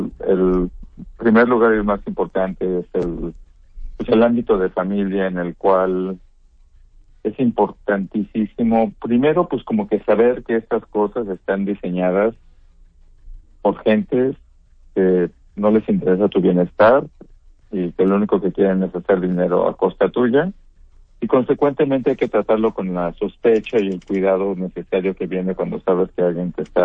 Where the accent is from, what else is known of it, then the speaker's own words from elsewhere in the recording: Mexico; moved away; yo soy un hijo, yo soy niño mexicano, muy orgulloso de haber crecido ahí